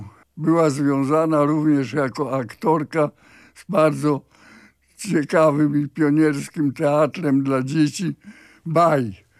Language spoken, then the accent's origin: Polish; Warsaw, Masovian Voivodeship, Poland; born there; Ja w 1933 roku właśnie urodziłem się na tej trzeciej kolonii w WSM.